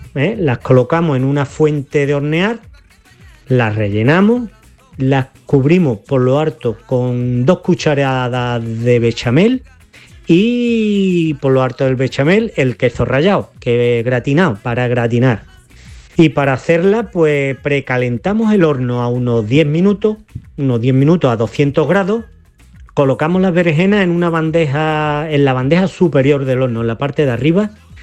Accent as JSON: {"language": "Spanish", "town": "Mijas", "region": "Andalusia", "country": "Spain", "said": "de las Lagunas de Mija."}